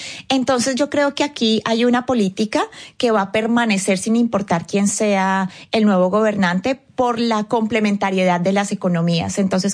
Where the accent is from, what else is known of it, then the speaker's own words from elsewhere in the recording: Colombia; siempre hemos tenido retos en materia de seguridad que nos duelen como colombianos